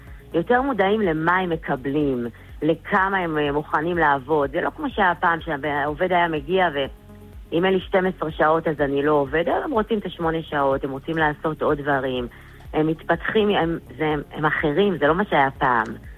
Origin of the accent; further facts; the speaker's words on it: Northern Israel, Israel; moved away as an adult; now in Eilat, Israel; אני כבר 30 שנה תושבת אילת, אני לא מפה, אני מהצפון במקור, הגעתי אחרי הצבא לעבוד באילת ונשארתי. הילדים שלי אילתים, נולדו באילת.